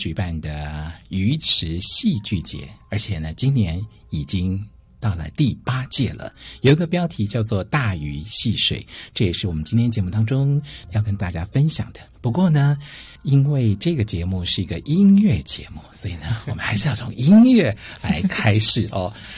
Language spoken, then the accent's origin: Chinese; Tainan, Taiwan; 我们都是台南人对不对？